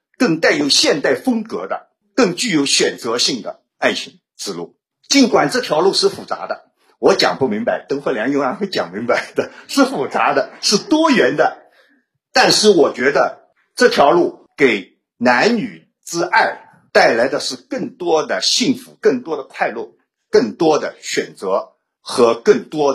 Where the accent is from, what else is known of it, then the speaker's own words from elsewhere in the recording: Shanghai, China; 如果这一切变化在我们上海在大陆这边是一个缓慢的过程